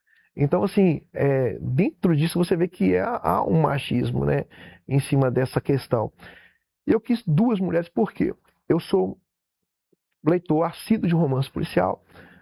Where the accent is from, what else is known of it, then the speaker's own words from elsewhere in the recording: Minas Gerais, Brazil; Nós brasileiros somos uma miscigenação de cultura, né? Eu sou do interior de Minas.